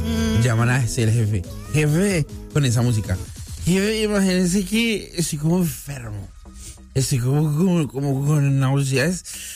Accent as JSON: {"language": "Spanish", "country": "Colombia", "tie": "born or raised there", "said": "Yo me crié con unos comentaristas en Colombia que hacían eso."}